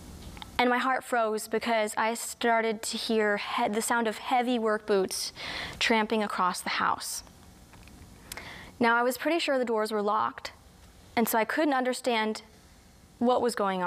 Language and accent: English; New England, United States; now in Alabama, United States; And I, you know, I came from New England where you'd hear that sliding off of the metal roof.